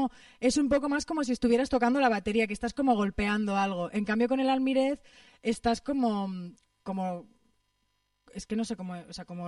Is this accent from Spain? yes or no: yes; Extremadura, Spain; aunque en realidad en mi zona de Extremadura, o sea, en mi pueblo, no se toca el mortero, sino que se toca el almiréz, que es como el mortero de metal.